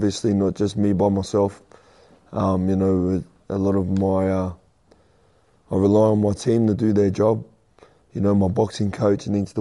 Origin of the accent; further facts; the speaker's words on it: New South Wales, Australia; Like, I come from Watanabe, I'm 2259, you know what I mean?